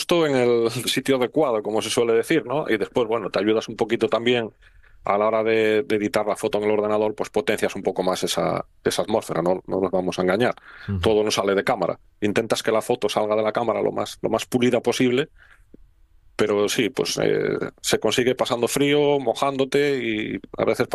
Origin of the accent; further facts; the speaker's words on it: Asturias, Spain; Yo soy asturiano y quiero mucho a mi tierra y a mi patria